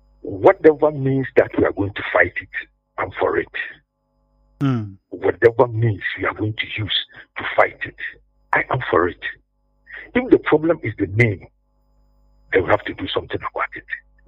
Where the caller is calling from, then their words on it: Addis Ababa, Ethiopia; I'm calling from Addis Ababa.